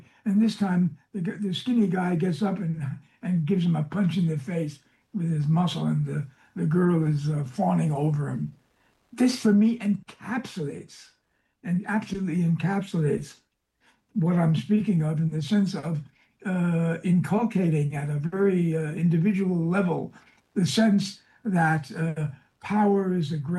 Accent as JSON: {"language": "English", "town": "New York City", "region": "New York", "country": "United States", "tie": "born or raised there", "said": "I was in New York City, growing up in New York City, where there was a lot of sympathy for socialist ideas."}